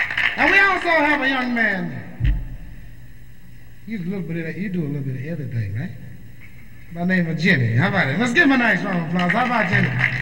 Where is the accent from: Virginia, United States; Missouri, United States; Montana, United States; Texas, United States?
Texas, United States; Dallas; sang nothing but the blues in Dallas, Texas. Beautiful young lady, my hometown, huh?